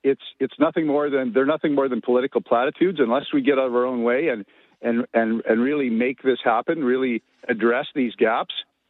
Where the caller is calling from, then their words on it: Kenora, Ontario, Canada; I worked the streets of Kenora for 38 years. I'm calling from Kenora, Ontario.